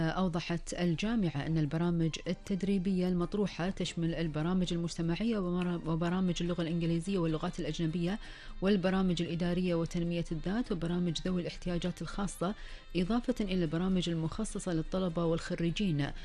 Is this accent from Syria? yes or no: no; Kuwait; وراح نتكلم عن آخر المستجدات في ديرتنا الحبيبة الكويت